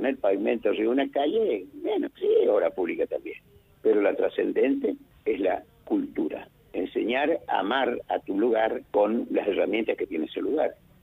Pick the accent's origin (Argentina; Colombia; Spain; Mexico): Argentina; Curuzú Cuatiá, Corrientes; Yo soy correntino curuzucoatiano